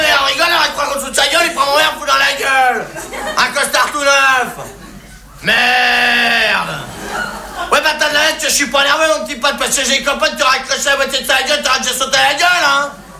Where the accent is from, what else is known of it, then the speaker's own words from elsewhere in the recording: France; Les Français, c'est des cons, oui, ben, je suis bien blasé, hein, je suis français.